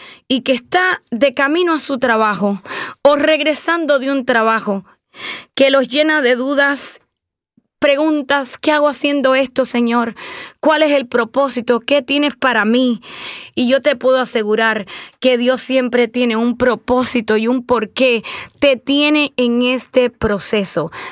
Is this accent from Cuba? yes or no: yes; Cuba; Y yo soy cubana.